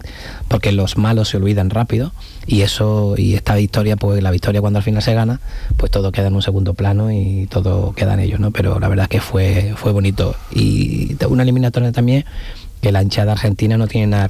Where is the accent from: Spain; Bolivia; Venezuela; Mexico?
Spain; Seville, Andalusia; yo que soy de Sevilla